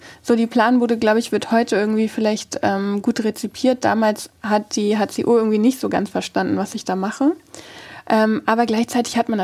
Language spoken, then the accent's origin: German; Hamburg, Germany; Ich bin so halb, vielleicht bin ich schon da an Hamburg aufgewachsen und so teilweise in Wilhelmsburg.